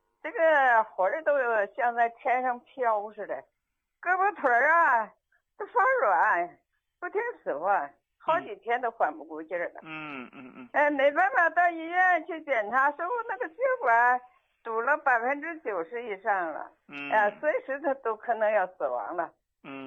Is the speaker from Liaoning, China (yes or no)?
yes; Shenyang, Liaoning, China; 哎，你好，李老师，我是沈阳的患者。